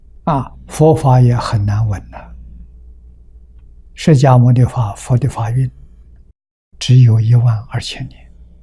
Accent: China; 我们中国人

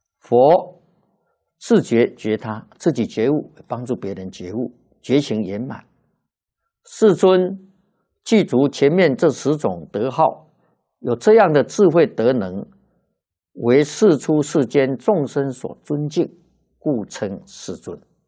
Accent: China

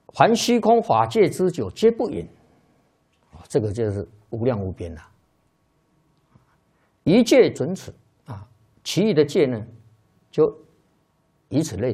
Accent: China; 一般没有学佛的人社会上的人士是我们中国人大概就会想到西游记

